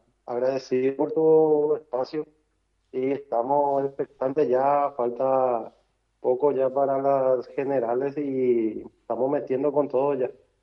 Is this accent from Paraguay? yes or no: yes; Itá, Central, Paraguay; yo soy de la compañía Iwobi